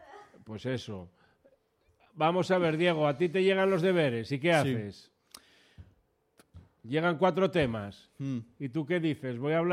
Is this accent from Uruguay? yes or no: no; Asturias, Spain; Se note que somos asturianos, hombre.